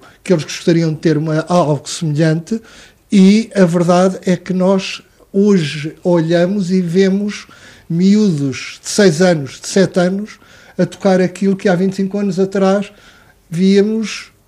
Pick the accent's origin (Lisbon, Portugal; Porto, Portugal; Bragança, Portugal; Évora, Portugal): Lisbon, Portugal; eu sou de Lisboa, portanto, estou perfeitamente à vontade para dizer isto